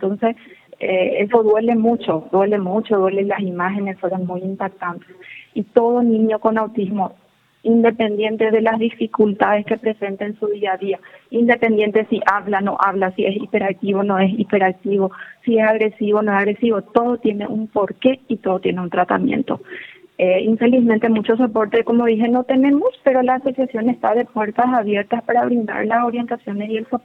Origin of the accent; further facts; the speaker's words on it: Paraguay; Pero como paraguaya me deja triste eso.